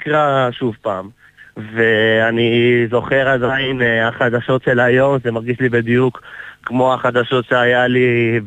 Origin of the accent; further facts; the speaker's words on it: Rishon LeZion, Central District, Israel; אני מראשון לציון.